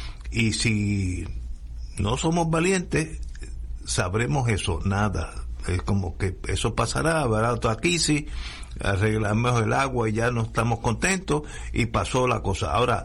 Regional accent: Puerto Rico; como puertorriqueño que soy

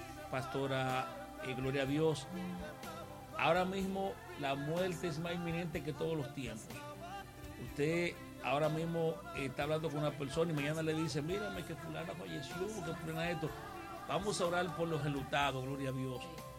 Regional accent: Dominican Republic; los dominicanos decimos

